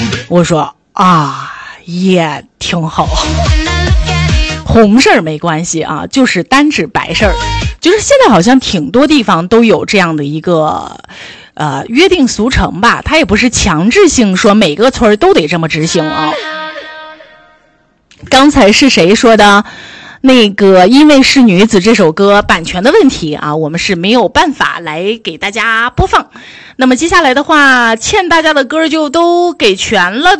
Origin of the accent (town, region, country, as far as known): Shanxi, China